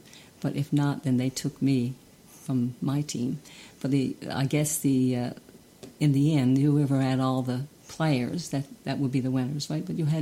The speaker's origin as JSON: {"language": "English", "town": "Cow Head", "region": "Newfoundland and Labrador", "country": "Canada", "tie": "born or raised there", "said": "I'm from Cowhead. And I grew up on Summerside. There was Winterside and Summerside, but I grew up on the Summerside until I was about, 12 years of age."}